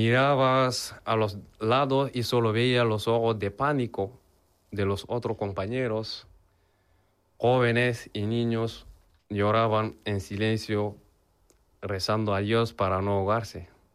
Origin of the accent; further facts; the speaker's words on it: Mali; moved away; Cuando me fui de Mali, hace 3 años, en un momento que quedarme ya no era una opción si quería comenzar a conservar mi vida y mi libertad. La solución en mi país se volvió insostenible